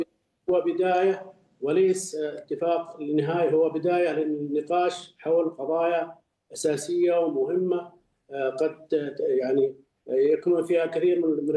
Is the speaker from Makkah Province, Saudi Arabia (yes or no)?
no; Riyadh, Riyadh Province, Saudi Arabia; بما أني من الرياض